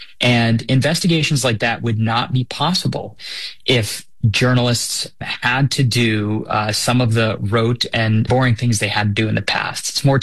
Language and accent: English; Tampa, Florida, United States; So my hometown newspaper, the Tampa Bay Times, uses AI for weather alerts and for real estate briefs.